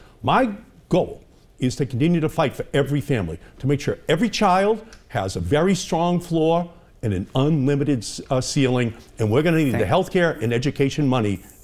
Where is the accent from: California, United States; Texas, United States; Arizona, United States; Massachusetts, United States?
Massachusetts, United States; Malden; I'm from Malden. My father drove a truck for the Hood Mill Company.